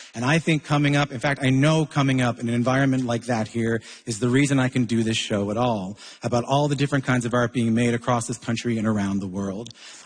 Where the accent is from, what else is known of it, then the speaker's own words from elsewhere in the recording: Newfoundland and Labrador, Canada; I'll tell people quite often, though I hardly ever mention that I'm from Newfoundland on the show.